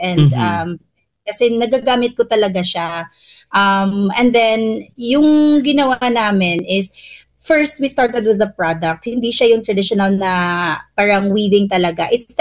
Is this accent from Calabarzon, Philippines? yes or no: no; Central Visayas, Philippines; I know naman every Filipino is creative, but different kasi yung Cebuano.